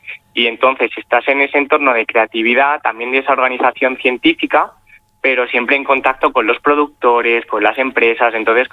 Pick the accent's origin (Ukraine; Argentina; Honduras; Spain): Spain; Extremadura; now in Madrid, Spain; yo desde Madrid digo, vale, aquí hay muchas cosas, sé lo que hay en España, pero en Extremadura, por las ferias a las que vamos, por lo que nos vamos moviendo, voy conociendo cosas que yo no conocía de mi tierra.